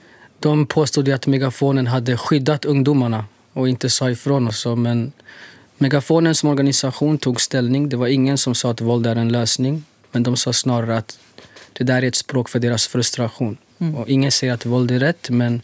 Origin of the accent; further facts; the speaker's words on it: Stockholm, Stockholm County, Sweden; Så det var väldigt annorlunda för oss som är födda och uppvuxna i Sverige, Stockholm, Husby.